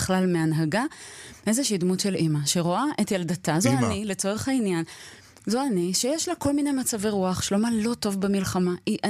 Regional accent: Tel Aviv, Tel Aviv District, Israel; שלומי כתל אביבית, הוא לא שלומה של בדודה שלי ובעלה שהם אלף ימים במילואים.

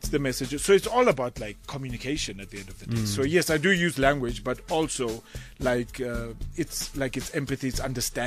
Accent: South Africa; and I'm South African. Okay, every part of me is South African.

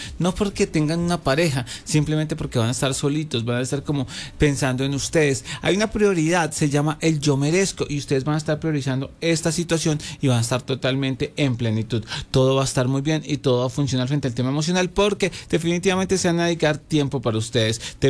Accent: Colombia; tenemos más fuerte nuestra oración como colombianos

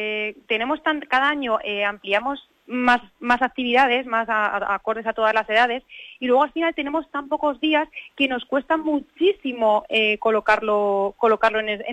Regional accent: Gabaldón, Castilla-La Mancha, Spain; de mi pueblo, Carolina? Gabaldón, somos todos en una, somos un pueblo muy unido

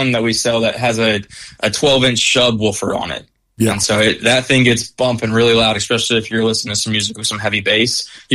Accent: United States; And so, you know, as American people, we're a little bit lazy, right?

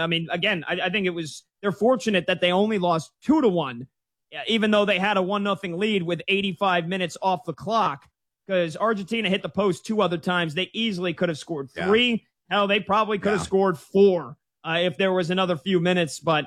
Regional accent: United States; I'm an American. I'm not from England.

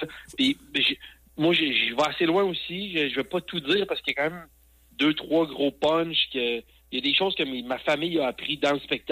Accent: Quebec City, Quebec, Canada; Je viens de Québec.

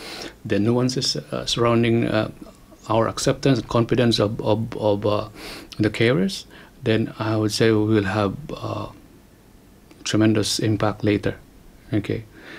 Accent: General Santos, Soccsksargen, Philippines; now in Australia; I'm from Mindanao, so I'm from General Santos actually.

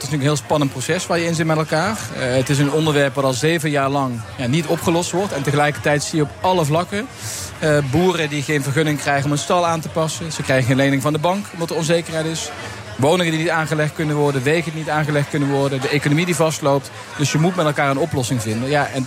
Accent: Limburg, Netherlands; Hebben wij daar iets mee te maken als Limburgers of dat niet?

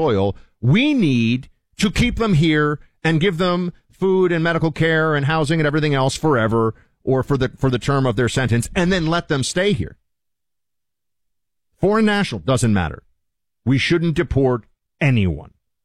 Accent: New York City, New York, United States; born or raised there

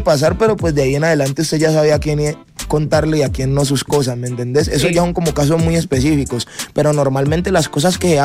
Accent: Valle del Cauca, Colombia; Que somos varios freestylers del Valle

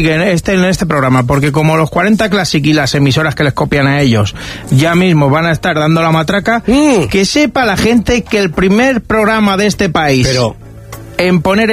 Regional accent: Spain; Soy española, ¿qué quieres que te gane?

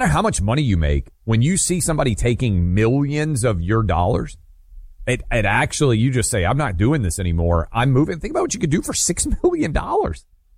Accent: Tennessee, United States; Virginia, my home state of Tennessee

